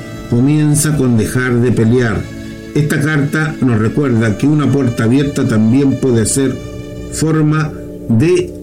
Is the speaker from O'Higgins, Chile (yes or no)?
no; Maule, Chile; yo soy chileno, soy del Maule